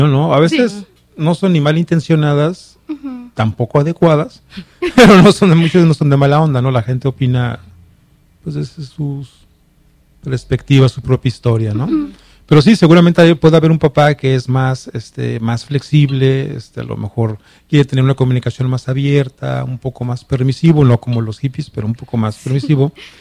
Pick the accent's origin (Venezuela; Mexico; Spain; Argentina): Mexico; Guadalajara, Jalisco; Se nota que soy de Guadalajara.